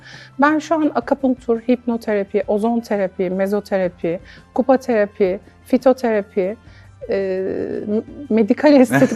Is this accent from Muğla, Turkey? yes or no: no; Antalya, Turkey; born there; 1983 Antalya doğumluyum.